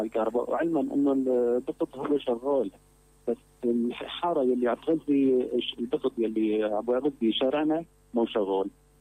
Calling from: Aleppo, Aleppo Governorate, Syria

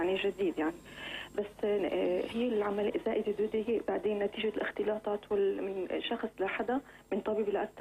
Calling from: Homs, Homs Governorate, Syria; نحن عندنا بحمص

